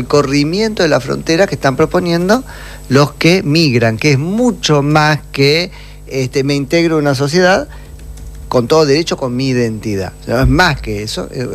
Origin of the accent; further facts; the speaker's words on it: Argentina; pero eso tiene un poco que ver con lo que somos los argentinos.